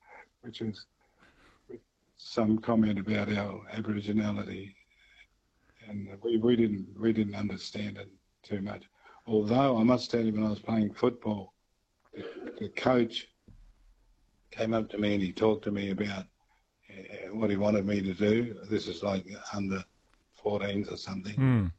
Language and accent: English; Alice Springs, Northern Territory, Australia; I was born in Alice, yeah.